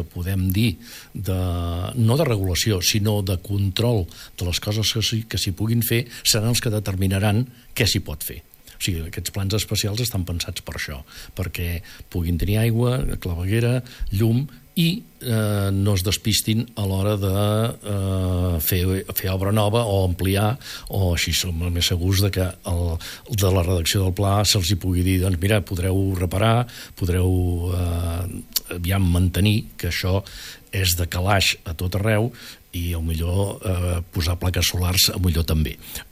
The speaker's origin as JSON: {"language": "Catalan", "region": "Catalonia", "country": "Spain"}